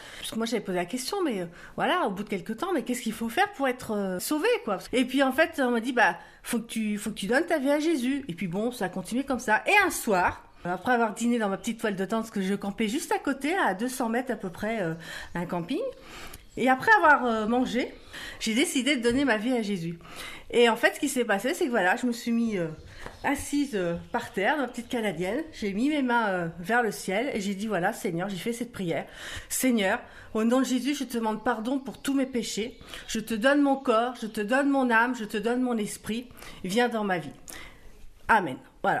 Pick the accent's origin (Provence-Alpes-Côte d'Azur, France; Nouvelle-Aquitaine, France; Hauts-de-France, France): Nouvelle-Aquitaine, France; Châtellerault; born there; now in Brittany, France; je suis née à Châtellerault dans la Vienne. Je suis mariée, j'ai deux belles filles et j'habite en Bretagne.